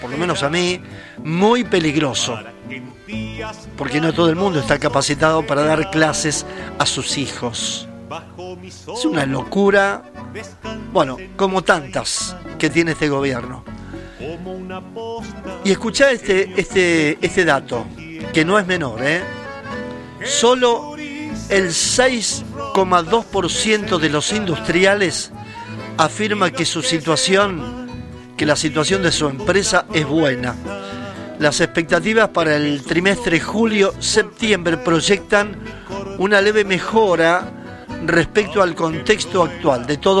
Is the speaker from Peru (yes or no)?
no; Argentina